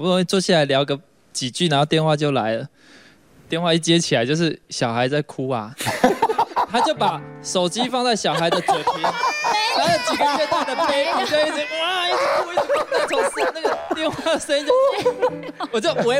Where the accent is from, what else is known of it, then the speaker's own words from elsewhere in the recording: Penghu County, Taiwan; now in Taipei, Taiwan; 我们澎湖人就好客